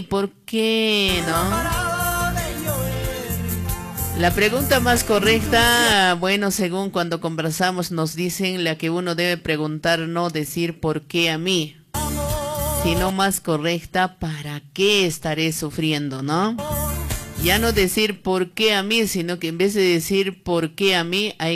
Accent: Cusco, Peru; Porque siendo chumbivilcano, siendo cusqueño. Ni siquiera conocemos algunos, ¿no?

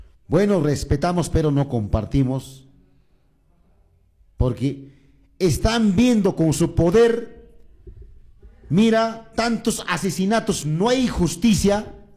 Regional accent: Peru; que tenemos que enfrentar o afrontar como peruanos durante los 5 años.

